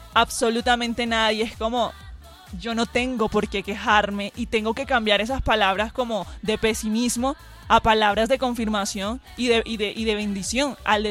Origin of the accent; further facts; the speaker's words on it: Barranquilla, Atlántico, Colombia; accent: costeño; now in Bogotá, Colombia; yo vengo de Barranquilla